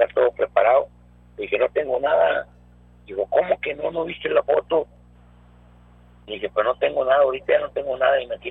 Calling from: Donna, Texas, United States; De aquí, de Dona.

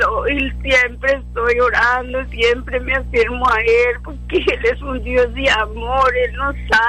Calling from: Weslaco, Texas, United States; De aquí, de Huesaco.

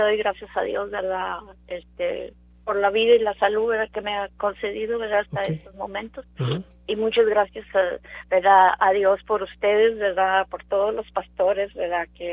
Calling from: Edinburg, Texas, United States; de Edinburgh.

